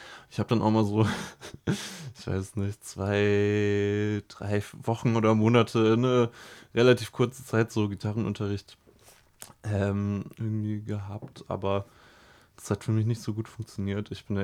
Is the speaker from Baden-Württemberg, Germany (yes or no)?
yes; Heidelberg, Baden-Württemberg, Germany; moved away; Ich komme so aus Heidelberg. Ich bin so dort und im Vorort ein bisschen so aufgewachsen.